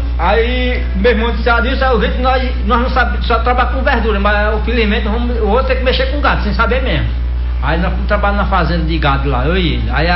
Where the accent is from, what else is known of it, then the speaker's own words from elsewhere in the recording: Brejão, Brazil; born there; moved away; Eu sou lá do interior, lá do Brejão